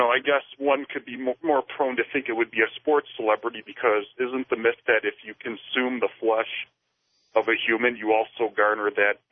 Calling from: Indianapolis, Indiana, United States; from Indianapolis.

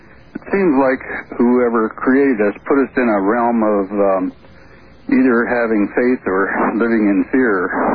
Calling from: Los Angeles, California, United States; From Los Angeles.

